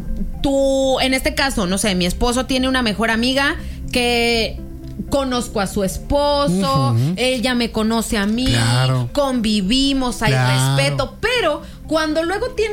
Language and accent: Spanish; Chapala, Jalisco, Mexico; Me estoy acordando que soy de Chapala, me estoy acordando.